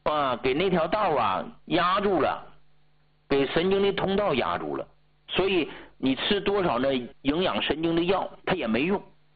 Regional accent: Hegang, Heilongjiang, China; 因为我知道我是从农村走出来的，就到今天我都没忘我从哪儿来的，就现在啊，户口本啊、身份证上啊，依然是黑龙江鹤岗市工农区

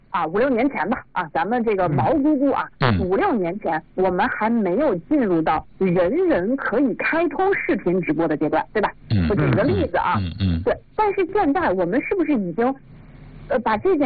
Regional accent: China; 我觉得这个我们中国人特别熟悉，就是你老讲狼来了是吧？

